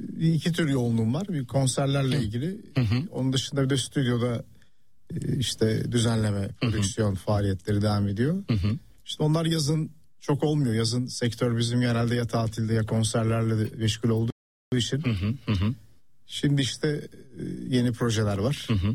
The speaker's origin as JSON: {"language": "Turkish", "region": "Istanbul", "country": "Turkey", "tie": "born or raised there", "said": "Ben Taksim'de doğdum. Yani, ilk doğduğum ev, hatta yıllarca orada oturduk."}